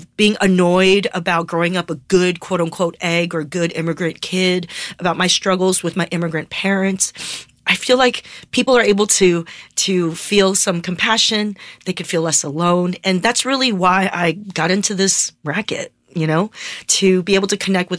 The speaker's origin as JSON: {"language": "English", "region": "California", "country": "United States", "tie": "born or raised there", "also_born_or_lived": "Taiwan", "said": "I'm from Southern California, and this is where I grew up. I love being a Los Angelino, an American, and an immigrant from Taiwan."}